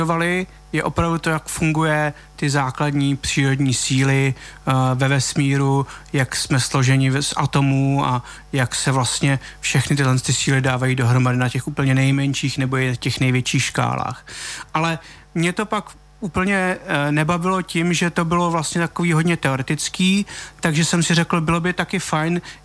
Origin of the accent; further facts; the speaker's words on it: Jihlava, Vysočina Region, Czechia; moved away as an adult; also born or lived in Prague; now in Vienna, Austria; Já jsem z Jihlavy, studoval jsem pak v Praze a potom jsem byl rok v Číně na univerzitě na postdoku